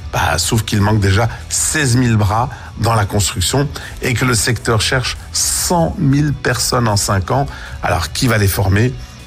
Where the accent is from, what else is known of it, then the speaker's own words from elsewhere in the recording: Belgium; Et chez nous, en Belgique, Jean-Pascal Van Ypersel nous dit exactement la même chose.